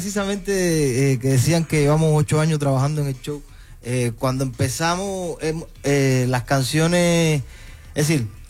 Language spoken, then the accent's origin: Spanish; Cuba; now in Mexico; Porque vengo allá de Cuba.